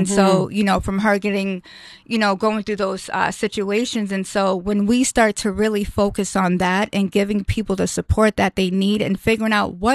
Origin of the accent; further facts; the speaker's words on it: New Hampshire, United States; I'm from New Hampshire